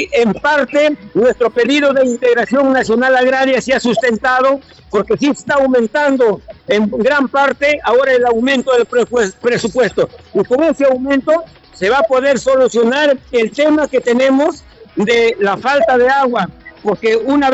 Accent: Peru; lo que exigimos los agricultores del Perú

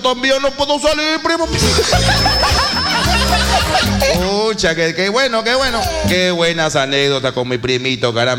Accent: Talara, Piura, Peru; Bueno, yo soy de Talara.

